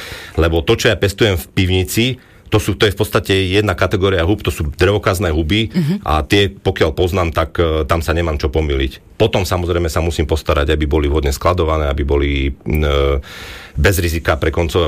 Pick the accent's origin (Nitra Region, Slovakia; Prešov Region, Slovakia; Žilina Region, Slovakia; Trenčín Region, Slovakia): Trenčín Region, Slovakia; Považská Bystrica; keďže som z Považskej Bystrice